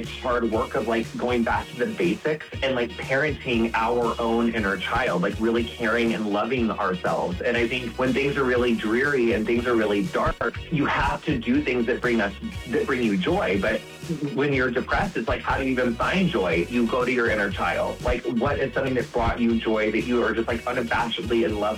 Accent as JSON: {"language": "English", "town": "Quincy", "region": "Illinois", "country": "United States", "said": "Yes, I'm from Quincy. It's like not that far away."}